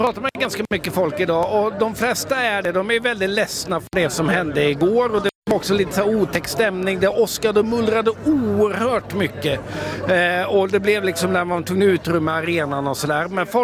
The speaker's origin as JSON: {"language": "Swedish", "town": "Gothenburg", "region": "Västra Götaland County", "country": "Sweden", "said": "Men som göteborgare så kan jag säga så här. Man vet aldrig."}